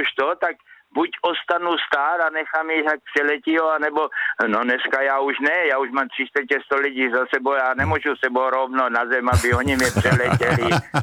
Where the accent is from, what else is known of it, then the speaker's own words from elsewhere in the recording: Machová, Zlín Region, Czechia; now in Tlumačov, Czech Republic; Rodák z Machové.